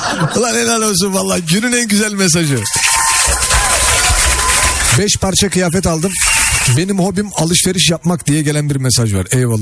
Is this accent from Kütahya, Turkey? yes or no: no; Istanbul, Turkey; Mesela ben İstanbul'da büyüdüm.